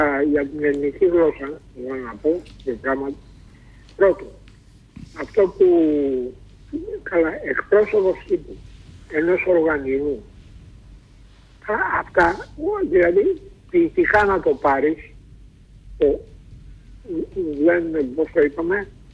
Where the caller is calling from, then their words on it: Cholargos, Attica, Greece; Γιώργο, είμαι από το Χολαργό.